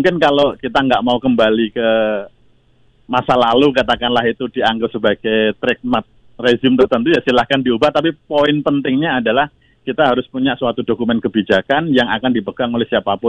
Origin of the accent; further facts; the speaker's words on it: Bojonegoro, East Java, Indonesia; Kebetulan saya dari Bojonegoro, Mas.